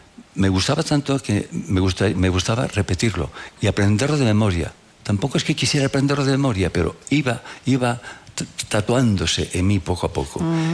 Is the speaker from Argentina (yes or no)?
no; Castile and León, Spain; Porque Castilla, yo soy enamorado de Castilla, pero a mí, amigo, el Bierzo, el río Sil, donde aprendiste a nadar, aquel clima, aquellas nieblas